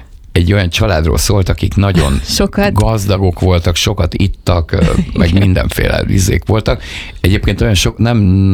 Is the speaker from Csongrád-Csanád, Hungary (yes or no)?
no; Budapest, Hungary; ahol a Belgrád rakpart, ahol egyébként nagyjából felnőttem, és akkor még ott laktam